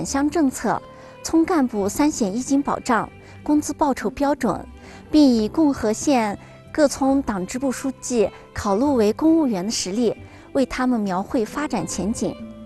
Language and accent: Chinese; Qinghai, China; moved away as an adult; 这灯火也是我用7年最美的青春，为生我养我的故乡写下的最深情的答卷。此时此刻回望这些年在茶纳村摸爬滚打的日子